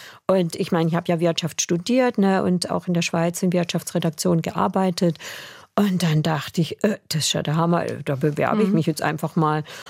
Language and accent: German; Baden-Württemberg, Germany; accent: Alemannic; Also ich rede ja eigentlich alemannischen Dialekt, und ich konnte wirklich total schlecht Hochdeutsch.